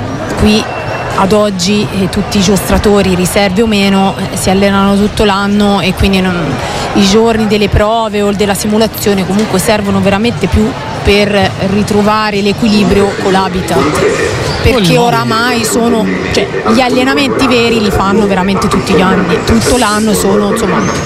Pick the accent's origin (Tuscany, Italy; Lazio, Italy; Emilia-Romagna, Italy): Tuscany, Italy; Arezzo; se siamo aretini da qualche parte s'abiterà, no?